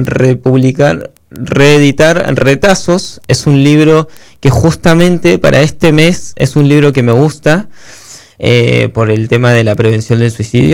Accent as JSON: {"language": "Spanish", "town": "Río Gallegos", "region": "Santa Cruz", "country": "Argentina", "said": "soy un representante de Río Gallegos en el mundo"}